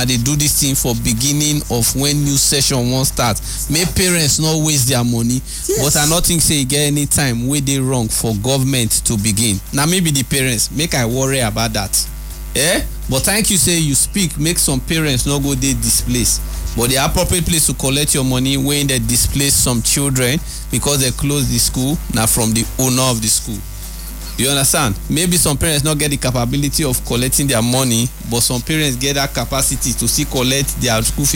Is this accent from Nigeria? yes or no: yes; Delta, Nigeria; When I did Delta State, growing up in Delta, growing up in Uwe, in Efru